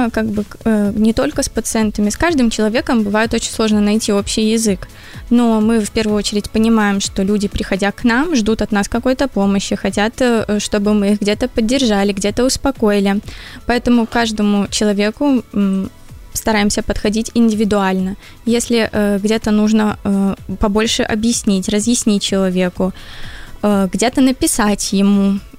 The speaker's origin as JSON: {"language": "Russian", "town": "Mogilev", "region": "Mogilev Region", "country": "Belarus", "said": "Ну, начнем с того, что я сама из Могилева."}